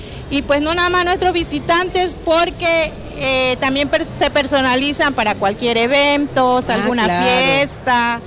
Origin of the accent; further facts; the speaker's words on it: Paraíso, Tabasco, Mexico; soy nativa del municipio de Paraíso.